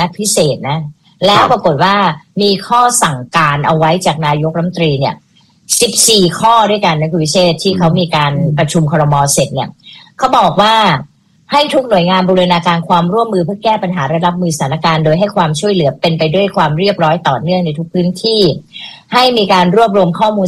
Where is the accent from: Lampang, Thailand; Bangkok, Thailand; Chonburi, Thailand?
Bangkok, Thailand; เราไม่เคยพึ่งพาคนเหล่านี้เลยในชีวิตที่เราเป็นคนกรุงเทพมา